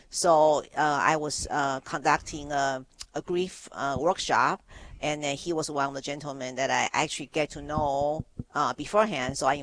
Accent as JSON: {"language": "English", "country": "Taiwan", "tie": "born or raised there", "said": "Well, I've never been to the China mainland because I was born and raised in Taiwan."}